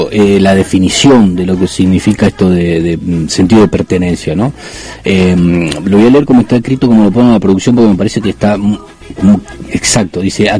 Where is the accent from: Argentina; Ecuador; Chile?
Argentina; moved away